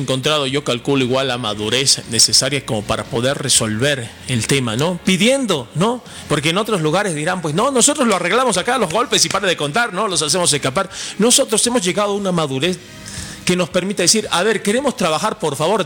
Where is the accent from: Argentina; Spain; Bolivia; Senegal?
Bolivia